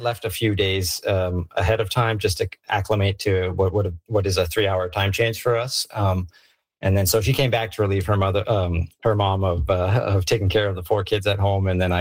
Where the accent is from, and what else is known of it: Canada